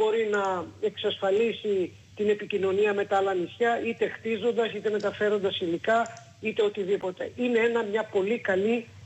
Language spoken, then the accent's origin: Greek; Greece; πρέπει όλοι μαζί είμαστε Έλληνες